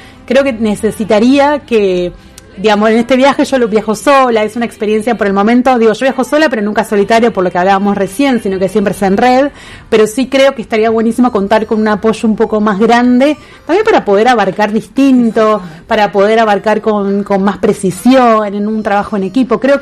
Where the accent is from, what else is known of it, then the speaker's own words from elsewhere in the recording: Argentina; somos del mismo país en este caso, porque yo por ahora estoy viajando por el país